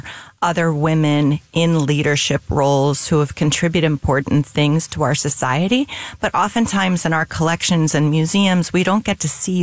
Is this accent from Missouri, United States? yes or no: yes; St. Louis, Missouri, United States; moved away as an adult; now in East Coast, United States; When I was growing up in St. Louis, there were really very few places that you could get this kind of classical education.